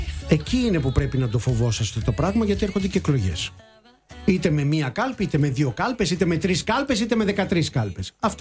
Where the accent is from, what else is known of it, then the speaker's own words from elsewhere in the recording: Peloponnese, Greece; Είδες, για να είμαστε από Λακωνία και αρκετά κοντά, συνεννοούμαστε.